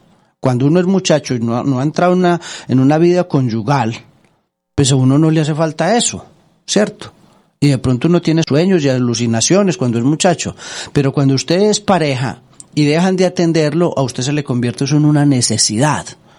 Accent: Antioquia, Colombia; Voy a decir un dicho muy antioqueño de acá de mi tierra.

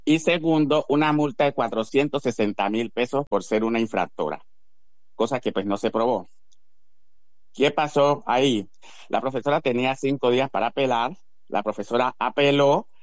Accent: Buenaventura, Valle del Cauca, Colombia; born there; Yo nací en Buenaventura, en el Hospital Santa Elena, le he recalcado varias veces. Me llevaron de niño al departamento del Chocó y me registraron en Ismina, Chocó.

